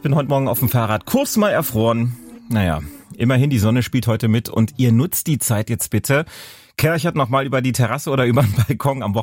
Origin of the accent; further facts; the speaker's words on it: Thuringia, Germany; Dann bin ich ja Thüringer.